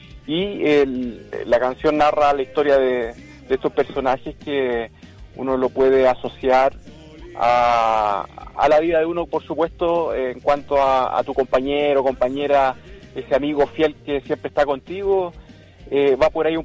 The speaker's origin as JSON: {"language": "Spanish", "town": "Ancud", "region": "Los Lagos", "country": "Chile", "said": "De la ciudad de Ancud."}